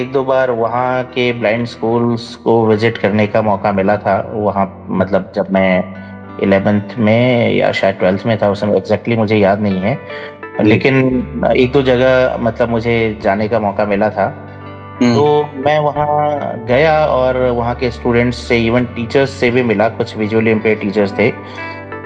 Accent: Nepal; also born or lived in Rajasthan / Gurgaon; now in India; मैं सर नेपाल से हूँ, और मम्मी पापा बाद में इधर राजस्थान में आकर के बसे थे।

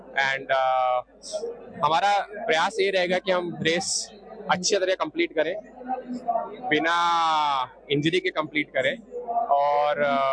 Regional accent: Ahmedabad, Gujarat, India; मैं अहमदाबाद से आया हूँ

